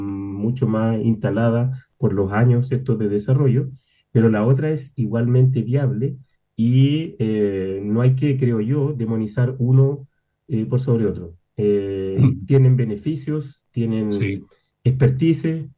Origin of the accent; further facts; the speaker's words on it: Santiago, Santiago Metropolitan Region, Chile; Yo soy de Santiago.